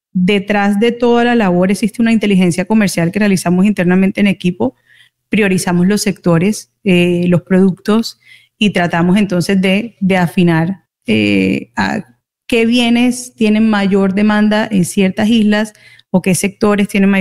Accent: Colombia; el colombiano ama una salsa y crecemos todos escuchando a los salseros puertorriqueños.

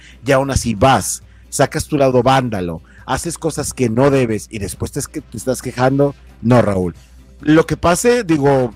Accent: Mexico; Como buen mexicano, salimos a las 3.

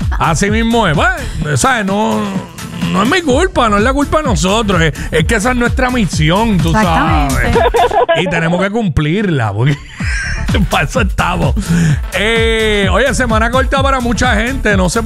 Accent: Cabo Rojo, Puerto Rico; also born or lived in Mayagüez, Puerto Rico / San Germán, Puerto Rico; San Germán yo lo considero, a pesar de que yo nací en Mayagüez y hice toda mi vida en Cabo Rojo, para mí San Germán yo lo considero mi segundo pueblo. ¿Por qué? Porque ahí me eduqué a nivel universitario y trabajé 9 años de mi vida.

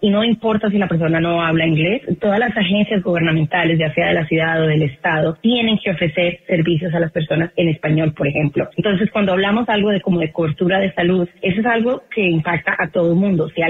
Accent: Colombia; now in United States; soy colombiana, los colombianos seguimos siendo ciudadanos colombianos, así nos hagamos ciudadanos estadounidenses.

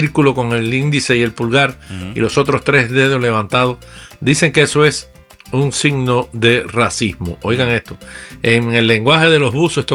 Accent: Mexico; No, pero nosotros somos mexicanos.

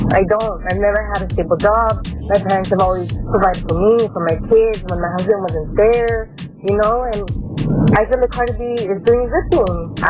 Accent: Los Angeles, California, United States; I'm from South Central.

